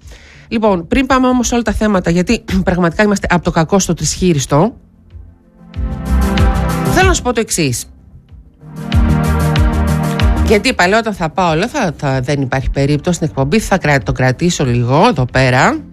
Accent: Greece

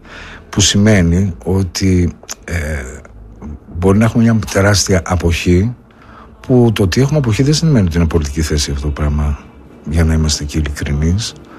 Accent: Thessaloniki, Central Macedonia, Greece; Χαριλάου. Χαριλάου, σε μια εποχή που το Χαριλάου ήταν το Χαρίλαου

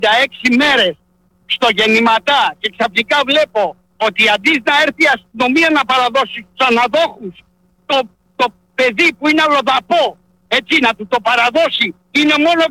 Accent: Keratsini, Attica, Greece; now in Thessaloniki, Greece; Εντάξει, εγώ είμαι από το Κερατσίνι. Είχα δώσει. Είχα μια εταιρεία security, την έκλεισα, τελείωσε, έτσι. Και ανέβηκα πάνω στη Θεσσαλονίκη.

